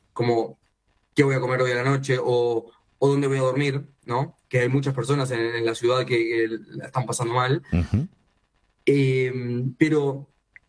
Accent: Montevideo, Uruguay; El montevideanismo por excelencia, ¿no? Somos todos montevideanos acá en su mayoría.

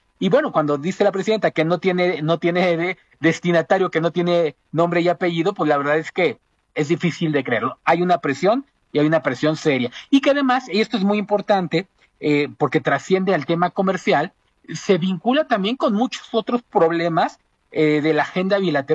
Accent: Mexico; Y siendo sinceros, y yo lo diré con mexicano, como un mexicano, con todo el dolor de mi corazón, pero efectivamente la economía mexicana está completamente integrada a la economía de los Estados Unidos.

